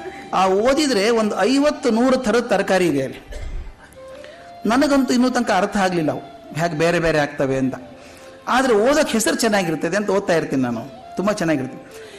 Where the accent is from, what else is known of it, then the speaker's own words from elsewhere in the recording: Bijapur district, Karnataka, India; ನಾನು ಬಿಜಾಪುರ ಜಿಲ್ಲೆಯಲ್ಲಿ ಬೆಳೆದವನು